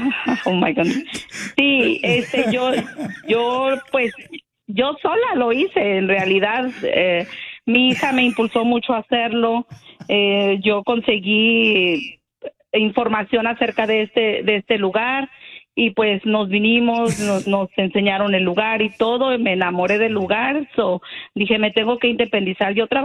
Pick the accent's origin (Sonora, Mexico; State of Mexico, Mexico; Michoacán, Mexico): Michoacán, Mexico; also born or lived in Los Angeles; now in Las Vegas, United States; me fui de Michoacán para Los Ángeles porque mis papás nos trajeron para acá, yo estaba un poquito más joven, entonces después me mudé para Las Vegas